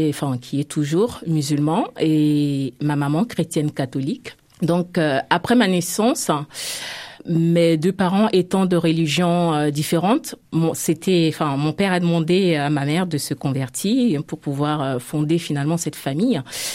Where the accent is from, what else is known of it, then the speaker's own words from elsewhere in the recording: Côte d’Ivoire; moved away; J'ai grandi en Côte d'Ivoire, hein, donc mes deux parents ivoiriens et mon papa, hein, qui est toujours musulman, et ma maman chrétienne catholique.